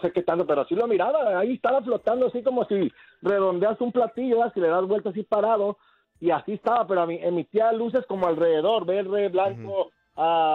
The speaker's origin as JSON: {"language": "Spanish", "town": "Tepame", "region": "Colima", "country": "Mexico", "said": "está de Tepame, soy de Tepame, es un saludo a la gente de Tepame, sí, que está escuchando la 101.9."}